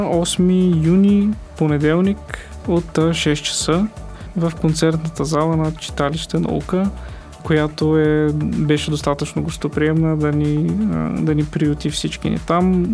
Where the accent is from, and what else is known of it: Lovech, Lovech Province, Bulgaria